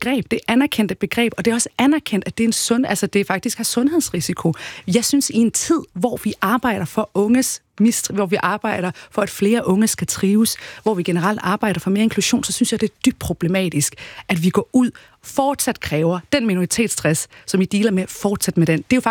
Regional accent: Jutland, Denmark; I dag, der siger jeg, at jeg er dansk irakker med rødder i Jylland. Altså, det er jo der, jeg er født og opvokset

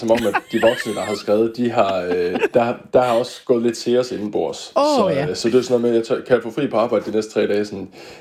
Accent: Aarhus, Central Denmark Region, Denmark; Vi er født og vokset i Aarhus

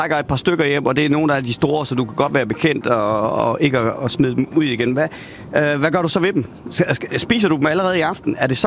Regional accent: Blåvand, Region of Southern Denmark, Denmark; Blåvand er jo min hjemstavn

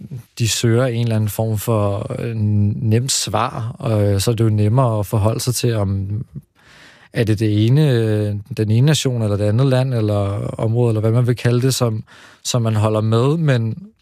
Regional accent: Slagelse, Zealand, Denmark; also born or lived in Israel; Altså, jeg er vokset op i delvis i Slagelse, hvor at jeg flere gange er blevet enten troet eller jagtet på baggrund af, hvor jeg er fra.

